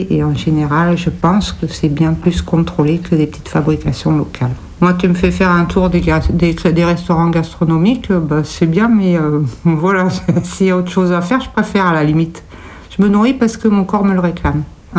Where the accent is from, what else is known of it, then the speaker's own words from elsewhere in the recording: France; born there; Moi, je suis née en France, j'ai appris à manger des produits français.